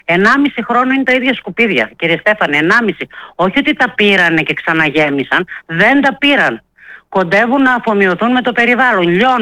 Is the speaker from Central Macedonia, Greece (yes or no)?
yes; Potidaea, Central Macedonia, Greece; εμείς είμαστε από την Ποτίδα, ένα συνοικισμό έξω από